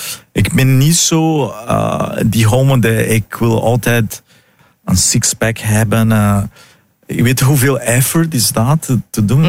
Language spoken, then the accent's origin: Dutch; Brazil; now in Netherlands; Ik ben ook uit Brazilië en in Brazilië moeders zijn heilig.